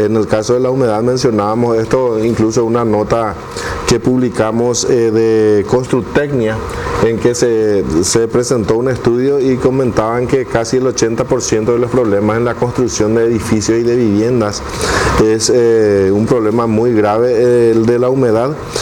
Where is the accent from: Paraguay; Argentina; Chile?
Paraguay; una característica nuestra de los paraguayos es que los hijos de nuestros compatriotas que están en el exterior mantienen las costumbres de sus familias.